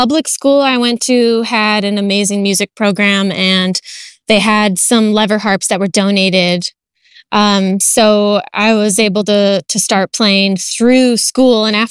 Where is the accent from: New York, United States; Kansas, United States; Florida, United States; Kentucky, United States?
New York, United States; Rochester; now in Catskills, United States; I grew up in Rochester, New York, so we're right across Lake Ontario from one another. I'm in the Catskills now